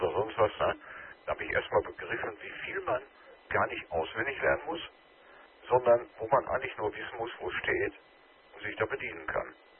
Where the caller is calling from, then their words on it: Witten, North Rhine-Westphalia, Germany; mit QTH aus Witten an der Ruhr